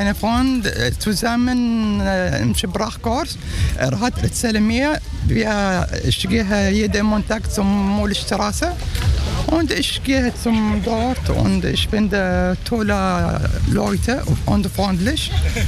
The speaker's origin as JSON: {"language": "German", "country": "Syria", "said": "Ich komme aus Syrien."}